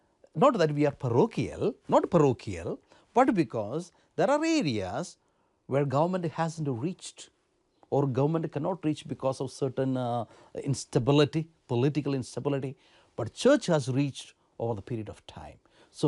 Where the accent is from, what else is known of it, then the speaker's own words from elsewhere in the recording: Kerala, India; I came from Kerala